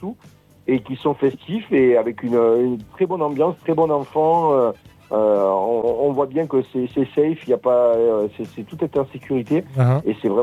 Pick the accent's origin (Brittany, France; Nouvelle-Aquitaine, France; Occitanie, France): Occitanie, France; born there